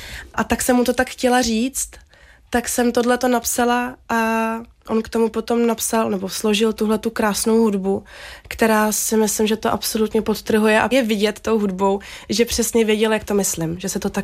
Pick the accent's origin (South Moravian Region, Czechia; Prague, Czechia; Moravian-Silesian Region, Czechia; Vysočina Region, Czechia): Prague, Czechia; born there; Narodila jsem se v Praze, v minulém století ještě, v roce 98.